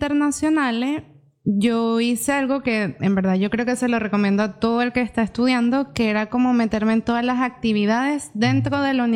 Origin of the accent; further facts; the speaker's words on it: Venezuela; como notarán en mi acento, yo soy venezolana